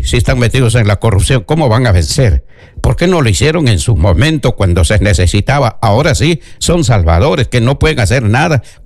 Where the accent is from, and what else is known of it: Peru